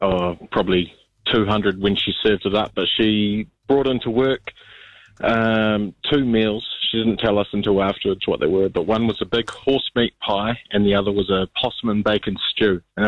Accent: New Zealand; especially as a Kiwi

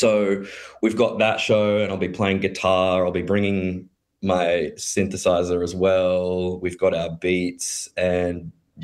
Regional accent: Gold Coast, Queensland, Australia; growing up on Gold Coast

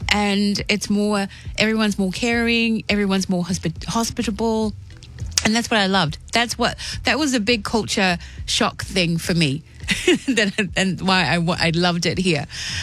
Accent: Sydney, New South Wales, Australia; moved away as an adult; now in New Zealand; growing up in Sydney as a teenager, as a child and a teenager and a young woman

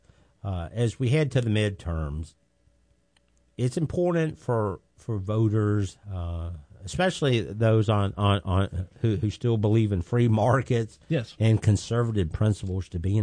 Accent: United States; And as Americans, we believe in opportunity.

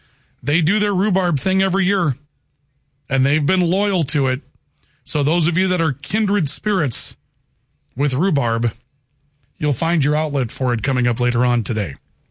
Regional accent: Wisconsin, United States; I was raised in Wisconsin. My grandfather has lots of rhubarb.

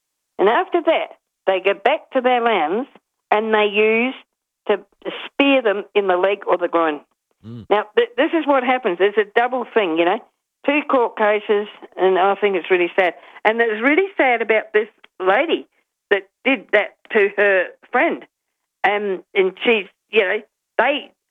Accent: Snowtown, South Australia, Australia; born there; I was born in Snowtown, I'm very proud of it.

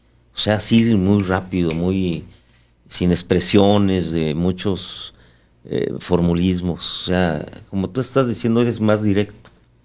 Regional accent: Mexico; Esos somos los mexicanos.

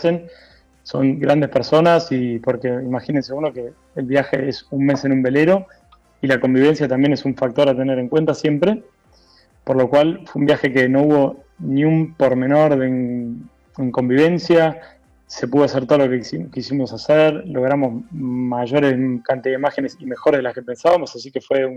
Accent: Buenos Aires, Argentina; Somos de las afueras de la costa. Buenos Aires.

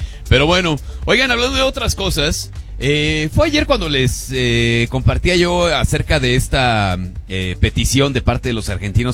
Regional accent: Mexico

